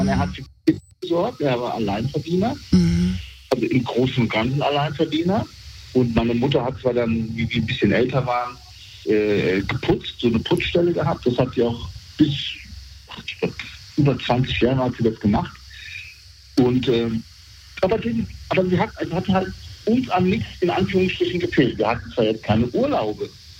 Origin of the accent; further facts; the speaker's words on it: Germany; born there; Also ich bin mit 2 Jahren nach Deutschland gekommen, konnte kein Wort Deutsch.